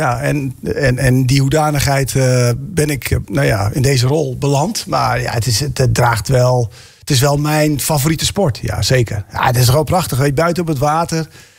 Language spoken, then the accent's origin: Dutch; Netherlands; Watersport is natuurlijk, dat zit in onze DNA als Nederlanders.